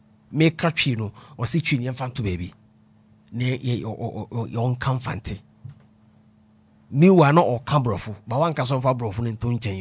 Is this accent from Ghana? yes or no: yes; Ghana; We are Ghanaians. Yeah, we are Ghanaians.